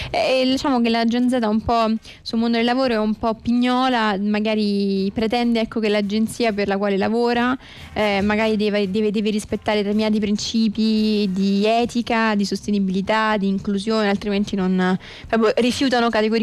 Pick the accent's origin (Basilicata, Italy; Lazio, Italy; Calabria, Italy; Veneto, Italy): Lazio, Italy; Rome; noi che siamo di Roma Sud